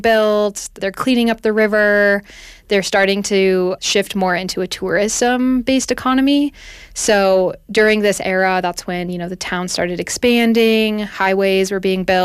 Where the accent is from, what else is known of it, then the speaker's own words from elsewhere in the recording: Durango, Colorado, United States; I grew up in Durango